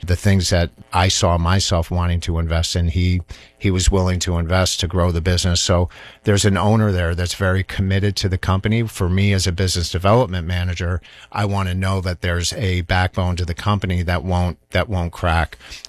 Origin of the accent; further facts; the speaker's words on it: Pelham, New York, United States; also born or lived in Manhattan; I grew up in Westchester County. I was born in a town in Mendocino. Manhattan and grew up in Pelham, New York.